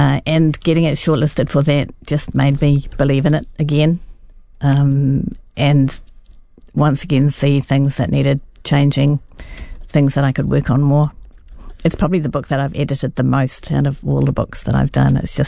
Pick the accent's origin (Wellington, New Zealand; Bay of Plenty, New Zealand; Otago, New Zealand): Wellington, New Zealand; born there; when I was growing up in Wellington